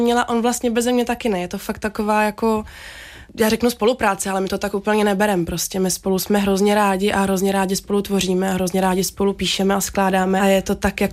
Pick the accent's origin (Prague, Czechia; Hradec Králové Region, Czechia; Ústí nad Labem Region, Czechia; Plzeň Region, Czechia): Prague, Czechia; born there; Narodila jsem se v Praze, v minulém století ještě, v roce 98.